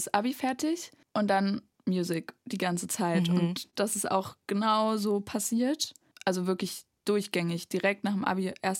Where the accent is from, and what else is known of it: Erfurt, Thuringia, Germany; born or raised there; also born or lived in Weimar